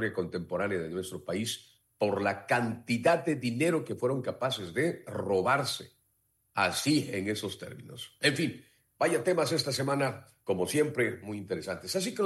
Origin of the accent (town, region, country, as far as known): Mexico